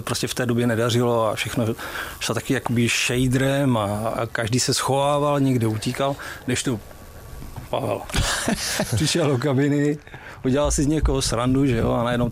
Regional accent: Prague, Czechia; Já jsem Pražák, jo.

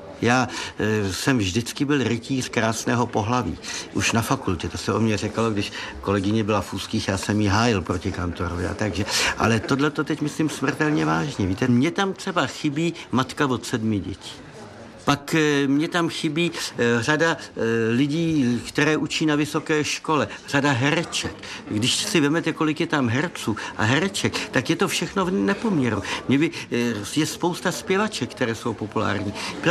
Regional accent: Prague, Czechia; oni mě na to koupili a viděli, že jsem z Prahy, takže mě to bylo velmi milé

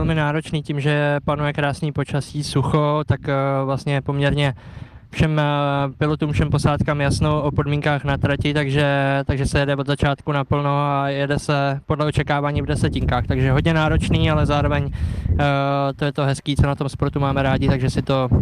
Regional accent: Mladá Boleslav, Central Bohemian Region, Czechia; jsem rodák z Mladé Boleslavy, takže v domovském městě Škodovky

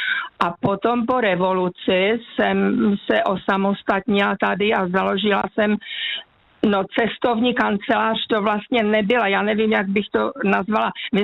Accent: Ostrava, Moravian-Silesian Region, Czechia; now in Hamburg, Germany; A přitom jsme byli v mém rodném městě, já pocházím z Ostravy, ve čtvrti, kde jsem měla spoustu přátel, rodiny a tak dál.

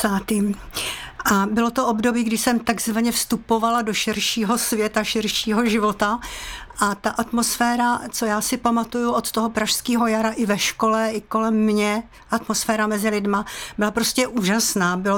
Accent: Moravia, Czechia; Tak, já jsem holka z Moravy

